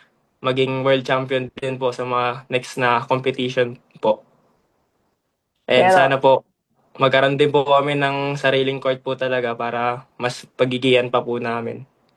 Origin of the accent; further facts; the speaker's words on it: Pasig, Metro Manila, Philippines; Taga Pasig po ako, from Pasig City po.